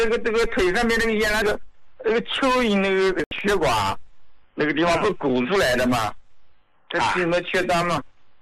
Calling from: Nanjing, Jiangsu, China; 你好，胡老，我是南京的胡椒老糕的受用者。

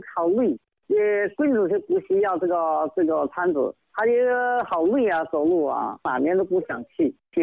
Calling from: Jiangxi, China; 我是江西省的。

